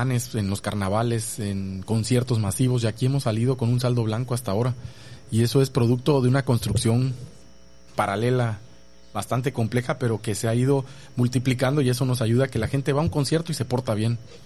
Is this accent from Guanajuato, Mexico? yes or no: no; Ciudad del Carmen, Campeche, Mexico; born there; also born or lived in Mexico City; soy de Ciudad del Carmen